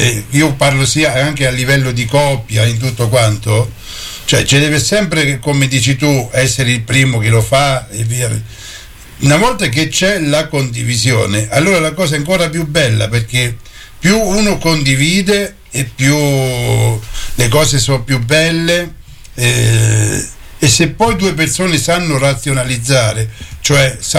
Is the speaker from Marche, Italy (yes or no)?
yes; Fermo, Marche, Italy; Guarda, Dario, ti posso dire che io so che sono di Fermo.